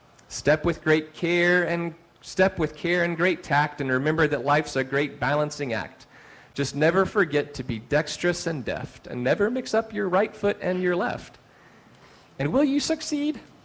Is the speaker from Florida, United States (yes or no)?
yes; Live Oak, Florida, United States; moved away as an adult; Leah and I grew up in North Florida, Live Oak to be precise, a really small town. From the time I was born to the time I went to college, I grew up in First United Methodist Church in Live Oak, Florida